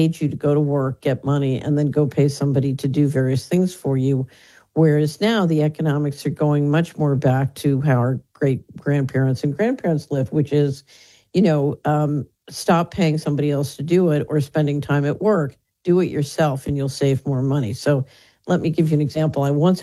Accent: Philadelphia, Pennsylvania, United States; yeah, I grew up in West Philadelphia.

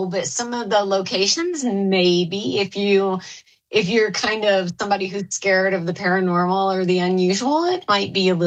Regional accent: Arkansas, United States; born or raised there; also born or lived in Texas

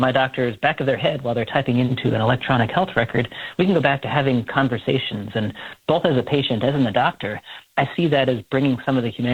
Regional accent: North Carolina, United States; I was the chief medical officer of the hospital in my hometown in North Carolina through the pandemic.

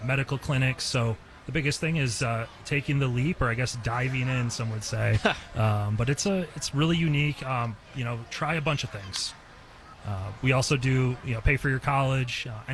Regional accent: Michigan, United States; moved away as an adult; also born or lived in Alaska; So I'm from Michigan.

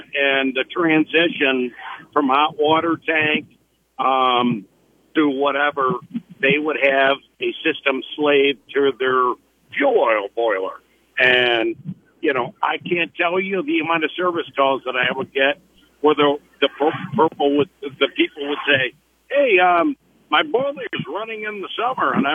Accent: United States; I grew up in Wyoming County.

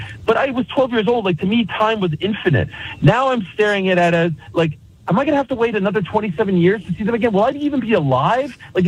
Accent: Montreal, Quebec, Canada; The Montreal Expos, I'm from Montreal, they leave town.

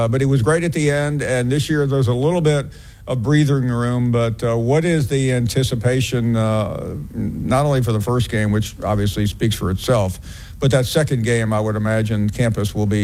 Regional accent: Tennessee, United States; Well, Peyton, let me assure you, I'm from Tennessee.

